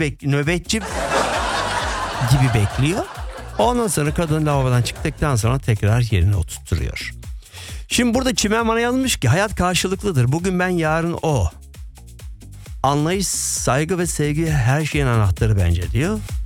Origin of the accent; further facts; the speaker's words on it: Germany; Aynı zamanda ben Almanya'da yetiştim. Bizde bu durum biraz daha farklı algılanıyor.